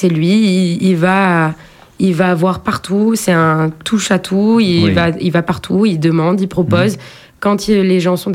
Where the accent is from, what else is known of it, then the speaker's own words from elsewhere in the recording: Nouvelle-Aquitaine, France; born there; Qu'est-ce que je fous dans le Périgord? Ben, je suis née là.